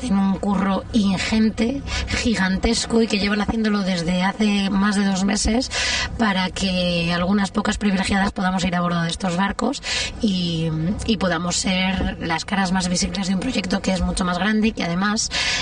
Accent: Madrid, Community of Madrid, Spain; now in Mallorca, Spain; soy madrileña, ahora mismo viviendo en Mallorca

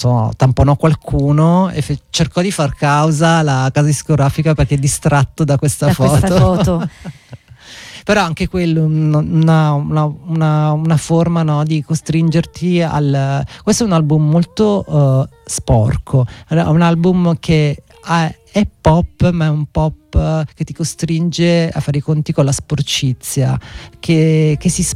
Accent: Sicily, Italy; In un paesino dell'entroterra, in provincia di Enna

